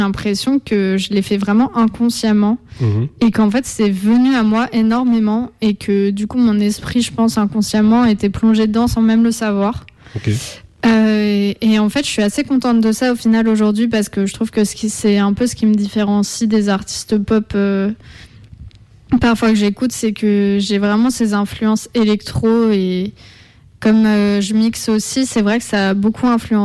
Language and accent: French; France; accent: French; ça reste moi, je suis française, donc forcément il y a une trace.